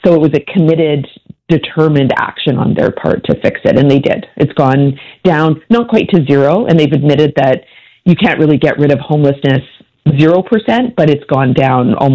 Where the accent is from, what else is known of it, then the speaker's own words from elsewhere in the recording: Regina, Saskatchewan, Canada; You know, I grew up in Regina, actually